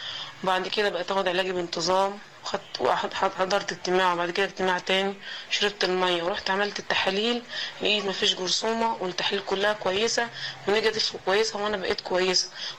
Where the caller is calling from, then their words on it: Shubra El Kheima, Qalyubia, Egypt; من شبرا الخيمة